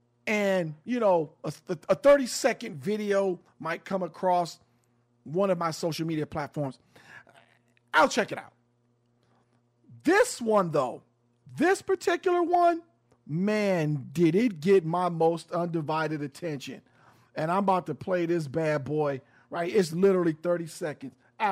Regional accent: Ohio, United States; running for governor in my home state of Ohio.

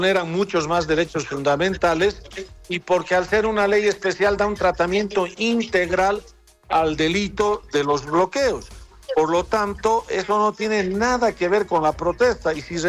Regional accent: Bolivia

